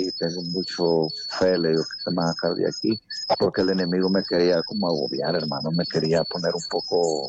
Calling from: Tegucigalpa, Francisco Morazán, Honduras; De Tegucigalpa

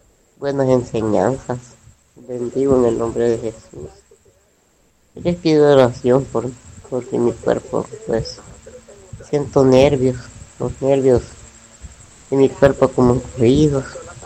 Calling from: Choloma, Cortés, Honduras; de Choloma Cortés.

